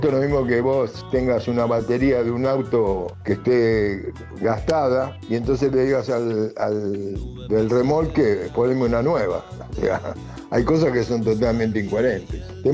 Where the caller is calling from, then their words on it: Buenos Aires, Argentina; de Floresta.